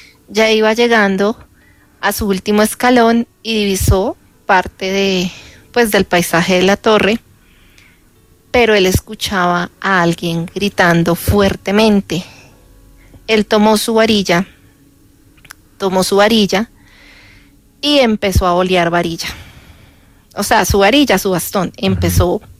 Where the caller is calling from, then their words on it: Bogotá, Colombia; Yo soy bogotana.